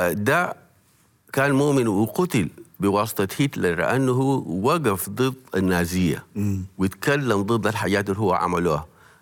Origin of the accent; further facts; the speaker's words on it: Sudan; كسوداني أنا عندي مسؤولية إنه بلدي القوانين فيها تكون مضبوطة